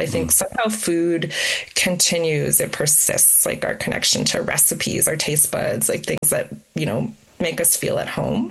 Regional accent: Edmonton, Alberta, Canada; Growing up in Edmonton, like you couldn't just go to any store, you had to go to Chinatown.

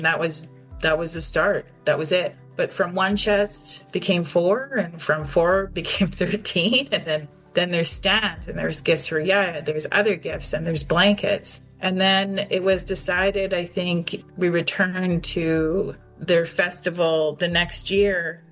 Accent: Spences Bridge, British Columbia, Canada; moved away as an adult; now in Vancouver, Canada; I'm Intlkatan from Spence's Bridge, and I'm also Shuswap, my mother's side. I was raised in Spence's Bridge. I've been living in Vancouver since 2021, since the fires and the floods, and I'm hoping to go home soon.

